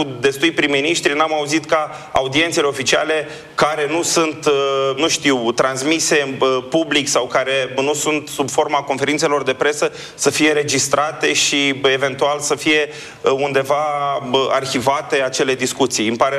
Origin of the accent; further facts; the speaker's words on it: Bucharest, Romania; și eu sunt bucureștean